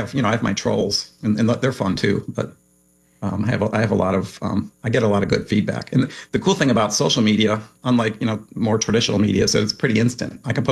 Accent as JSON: {"language": "English", "region": "New York", "country": "United States", "tie": "born or raised there", "said": "The Buffalo region. So I grew up there, and that's those are my roots."}